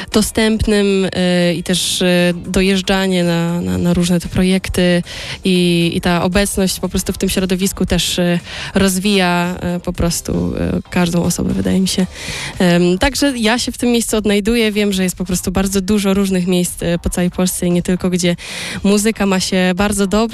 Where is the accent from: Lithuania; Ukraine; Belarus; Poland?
Poland; Sochaczew, Masovian Voivodeship; now in Warsaw, Poland; Pochodzę z Sochaczewa, urodziłam się w Sochaczewie. No i teraz też w sumie wracam. Wracam i bywam. Mieszkam już poza Sochaczewem, ale jestem też, wydaje mi się, związana bardzo z tym miejscem.